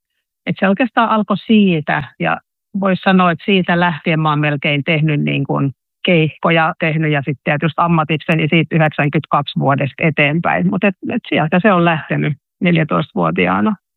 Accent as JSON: {"language": "Finnish", "town": "Pori", "region": "Satakunta", "country": "Finland", "said": "Ja sitten kun mä oon Porista kotoisin, mä oon asunut 5 ekaa vuotta siellä"}